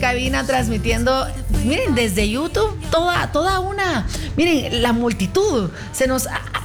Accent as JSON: {"language": "Spanish", "country": "Guatemala", "said": "nosotros como guatemaltecos también seríamos solidarios en apoyar la economía guatemalteca"}